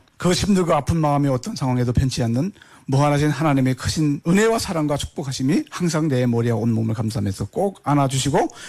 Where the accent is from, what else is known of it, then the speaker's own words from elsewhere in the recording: North Korea; moved away as an adult; now in South Korea; 난 북한 놈 맞아.